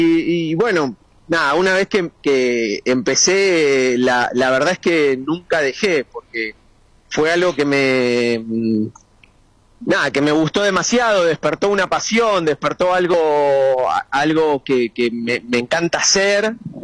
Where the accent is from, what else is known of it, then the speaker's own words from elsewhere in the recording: Ushuaia, Tierra del Fuego, Argentina; moved away as an adult; also born or lived in Buenos Aires; Yo soy de Ushuaia, ¿no? Soy nacido en Ushuaia y a los 18 años me fui a Buenos Aires.